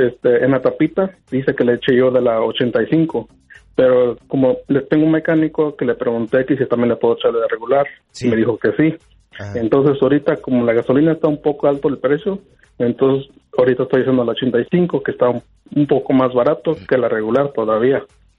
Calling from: Chicago, Illinois, United States; yo vivo en Chicago.

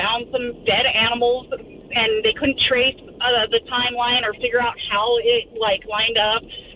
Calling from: Pacific Northwest, United States; My family has some strong heritage here in the Pacific Northwest. My uncle by marriage is known as … the Green River Killer.

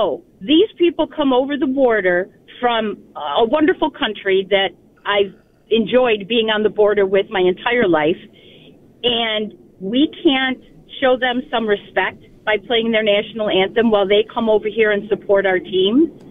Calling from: Boston, New York, United States; I'm calling from Boston, New York, but in my car.

